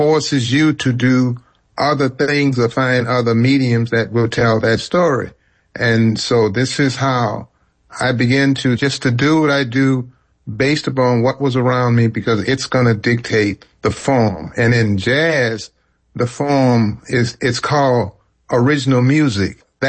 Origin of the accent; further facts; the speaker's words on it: New Orleans, Louisiana, United States; growing up in the Magnolia Project around the Dewdrop